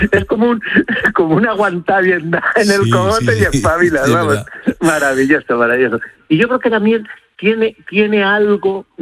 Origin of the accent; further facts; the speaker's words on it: Castile and León, Spain; él era de cerca de mi pueblo, era de Piedrahíta, de al lado